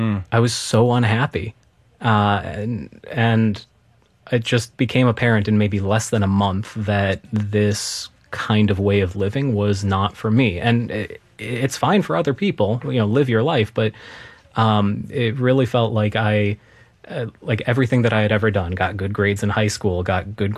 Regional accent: Chicago, Illinois, United States; So I grew up in Chicago, birthplace of close-up magic.

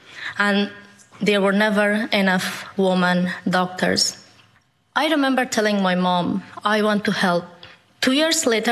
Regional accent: Afghanistan; I have never met my grandfather, but growing up in Afghanistan, I remember listening to stories about his passion to medicine and how an amazing doctor he was.

